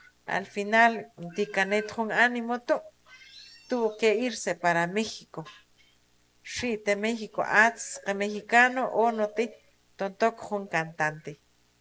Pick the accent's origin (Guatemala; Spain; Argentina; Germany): Guatemala; Ya que soy guatemalteco